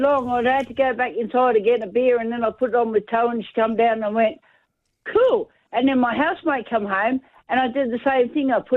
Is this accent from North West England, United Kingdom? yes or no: no; Scotland, United Kingdom; accent: Scottish English; No, I'm Scottish enough English, love.